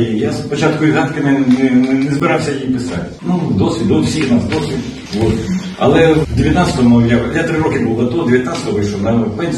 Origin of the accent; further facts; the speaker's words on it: Kherson Oblast, Ukraine; я сам з Херсонщини, наша земля ніби тоді не, до війни не мала ніякого відношення